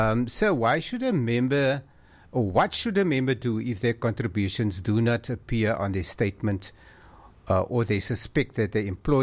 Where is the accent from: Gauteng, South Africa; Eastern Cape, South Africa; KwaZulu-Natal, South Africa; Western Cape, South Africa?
Western Cape, South Africa; George; I am from George.